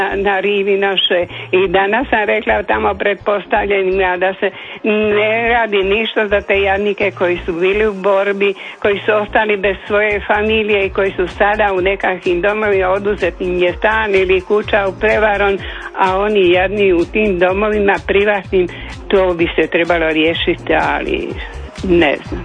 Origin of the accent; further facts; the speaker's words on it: Šibenik, Šibenik-Knin County, Croatia; moved away as an adult; now in Rijeka, Croatia; ja vas zovem iz Rijeke, ali ja sam iz Šibenika. Uh-huh. Sa 20 godina da sam došla sa mužem